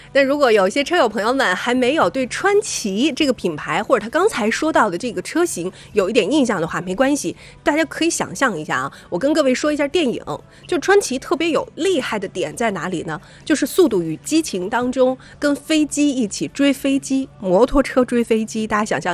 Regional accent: Shandong, China; 咱们山东人的这种好客

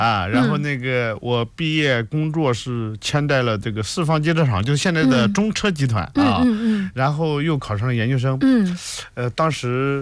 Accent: Shandong, China; also born or lived in Yunnan; now in Qingdao, China; 作为一个山东人啊，这种骨子里的这种情感，或者我觉得我是非常非常传统的一个山东男人，我就想着一定要回家

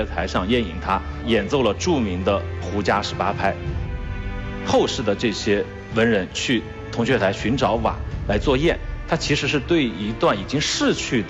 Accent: China; 因为对于我们中国人来讲，中这个字就特别特殊的一个意义，它是中华文化的一个特质。

